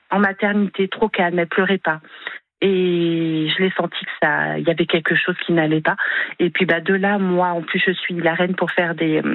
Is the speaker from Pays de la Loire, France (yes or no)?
yes; Saumur, Pays de la Loire, France; Moi, je suis de Saumur, ils m'ont dit, il faut aller ranger.